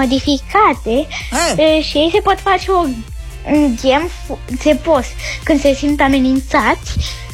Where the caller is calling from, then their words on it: Moreni, Dâmbovița, Romania; din Moreni, am 10 ani.